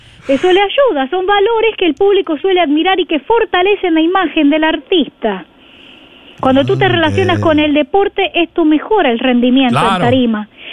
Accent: Argentina; Soy argentino de la cuna hasta el cajón.

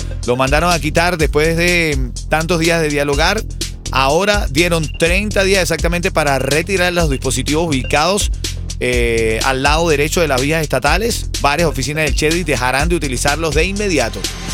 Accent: Venezuela; Sigue la dictadura en mi país, hombre.

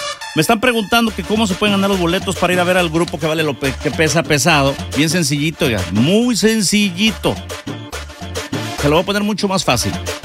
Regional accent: San Luis Potosí, Mexico; now in Houston, United States; Soy de San Luis Potosí.

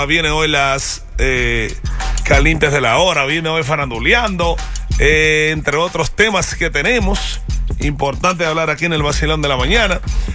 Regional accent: Dominican Republic; Bueno, pero si yo soy dominicano, tengo que ser dominicano.

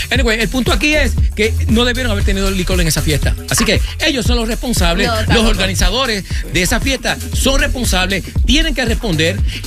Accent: Puerto Rico; yo soy puertorriqueño, yo estoy ligado a muchísimas otras razas y tengo muchísimas amistades de casi toda Latinoamérica

